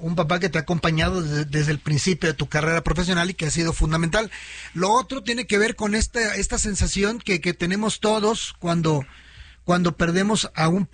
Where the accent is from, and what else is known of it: Mexico